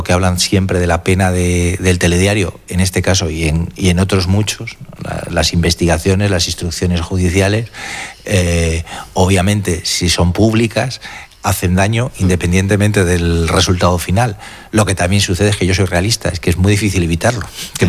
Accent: Cantabria, Spain; no como gallego, sino como trasmerano.

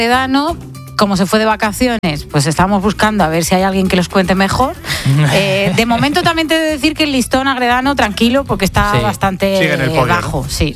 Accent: Aragon, Spain; somos del Somontano.

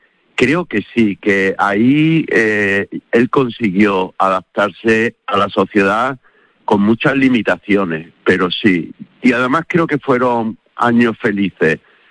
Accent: Córdoba, Andalusia, Spain; los dos somos de Córdoba.

